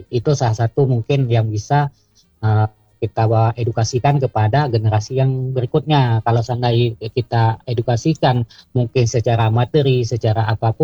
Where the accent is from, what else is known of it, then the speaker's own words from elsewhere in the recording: Aceh, Indonesia; saya orang Aceh, saya kan orang pasaran di warung kopi.